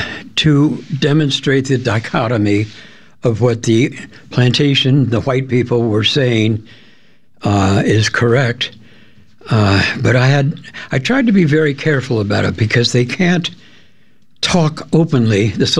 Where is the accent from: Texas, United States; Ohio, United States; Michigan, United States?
Ohio, United States; Cincinnati; I grew up in Cincinnati, Ohio